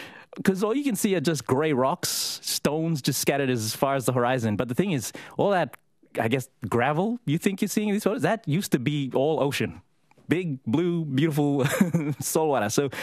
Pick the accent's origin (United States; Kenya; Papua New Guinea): Papua New Guinea; Rabaul, East New Britain; I used to play with it as a child growing up in Rabaul.